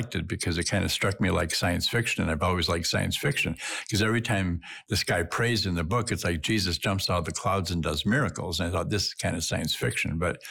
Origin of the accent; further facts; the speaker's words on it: Duluth, Minnesota, United States; the bishop of my hometown, the Bishop of Duluth.